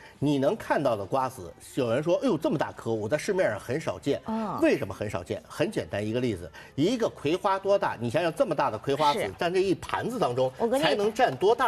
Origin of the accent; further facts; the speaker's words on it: Beijing, China; 我是北京人，北方人